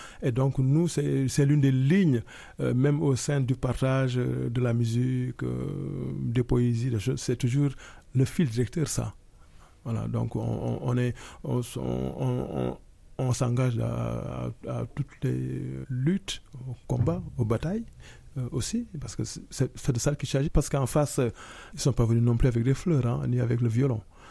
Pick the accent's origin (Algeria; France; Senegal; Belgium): Senegal; Là, je ne parle pas en tant que Sénégalais ou en tant qu'Afranco-Sénégalais, je parle juste en tant qu'humain